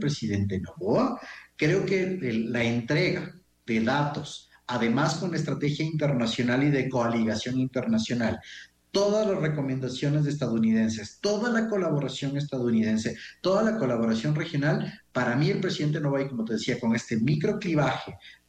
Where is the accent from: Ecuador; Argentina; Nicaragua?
Ecuador; nosotros, como ecuatorianos